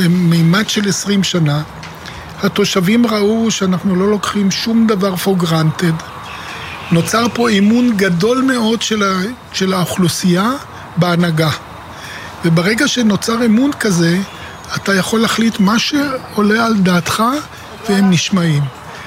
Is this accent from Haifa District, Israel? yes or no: yes; Haifa, Haifa District, Israel; אנחנו גדלנו פה, ואני יליד העיר חיפה